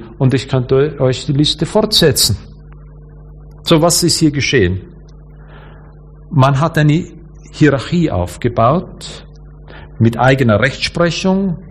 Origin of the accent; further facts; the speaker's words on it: Austria; Wie gesagt, ich komme aus Österreich.